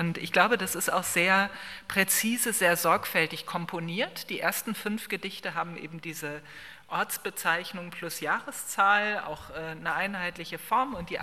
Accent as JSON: {"language": "German", "town": "Bottrop", "region": "North Rhine-Westphalia", "country": "Germany", "said": "ich komme aus dem Ruhrgebiet, ich komme aus Bottrop"}